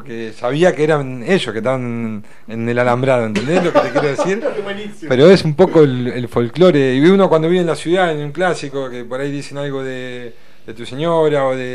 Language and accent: Spanish; Berisso, Buenos Aires Province, Argentina; also born or lived in Ensenada; yo nací en Ensenada y después mi papá a los 6 años se fueron a vivir a Berisso. Y bueno, en Ensenada sigo teniendo familiares